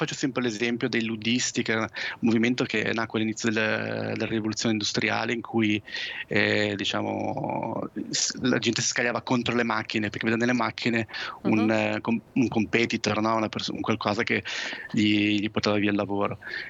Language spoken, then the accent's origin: Italian; Savignone, Liguria, Italy; moved away; io vengo da Savignone, quindi dall'entroterra